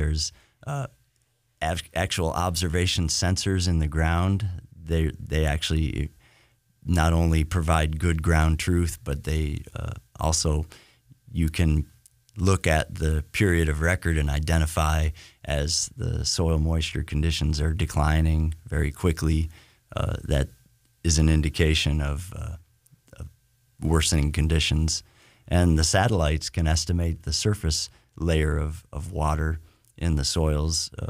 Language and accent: English; Northeast, United States; moved away; originally I used to be most fascinated with snowstorms growing up in the Northeast